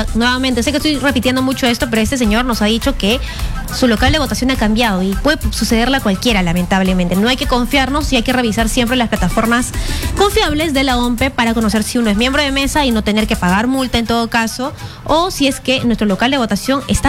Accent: Huancayo, Junín, Peru; moved away; Sí, soy de Huancayo.

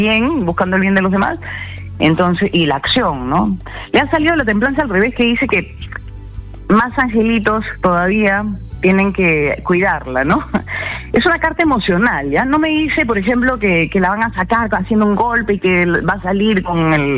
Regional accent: Peru; yo como peruana sí. Voy a caminar erguida, orgullosa de ser peruana

